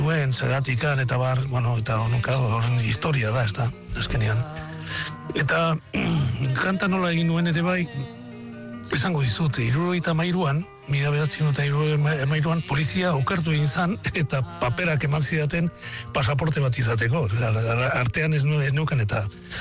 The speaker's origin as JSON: {"language": "Basque", "town": "Vitoria-Gasteiz", "region": "Basque Country", "country": "Spain", "tie": "born or raised there", "also_born_or_lived": "Tarragona / Algeciras", "said": "ni Tarragona sortua naiz, baina Tarragonan bi urte baino ez nuen egin, gero hartik, handik Algezira zera junginan, eta gero azkenean Gasteizera"}